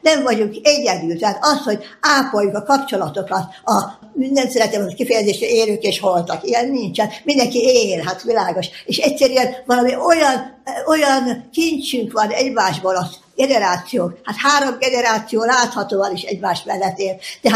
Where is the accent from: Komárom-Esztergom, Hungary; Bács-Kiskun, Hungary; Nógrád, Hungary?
Komárom-Esztergom, Hungary; Esztergom; én Esztergomból születtem, és ott nőttem föl, és hát az egyetemet is nem könnyen, de azt is el tudtam végezni